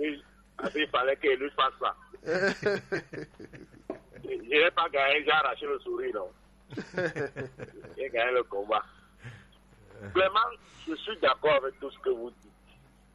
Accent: Cameroon

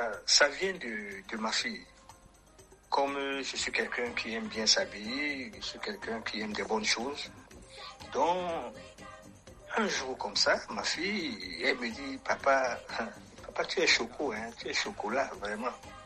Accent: Cameroon; je suis déjà camerounais … fils d'une mère Malimba et d'un père Wodi.

